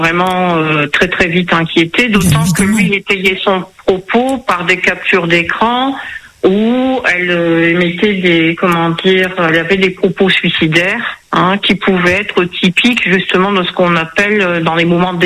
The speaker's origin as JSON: {"language": "French", "region": "Hauts-de-France", "country": "France", "said": "Bon, nous sommes originaires des Hauts-de-France."}